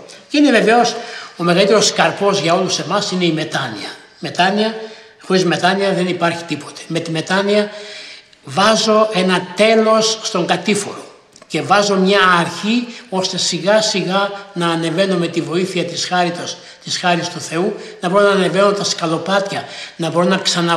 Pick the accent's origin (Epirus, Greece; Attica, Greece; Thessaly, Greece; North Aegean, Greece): Epirus, Greece; εγώ κατάγομαι από την Ήπειρο